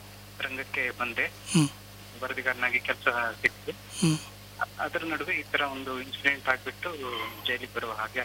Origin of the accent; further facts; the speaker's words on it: Hemmadi, Karnataka, India; ನನ್ನ ಊರು ಕುಂದಾಪುರ ತಾಲೂಕಿನ ಹೆಮ್ಮಾಡಿ ಅಂತ, ಉಡುಪಿ ಜಿಲ್ಲೆಯವನು ನಾನು.